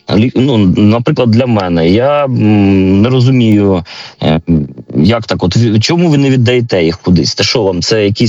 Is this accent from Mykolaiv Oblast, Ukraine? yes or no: no; Kharkiv, Kharkiv Oblast, Ukraine; ми, харків'яни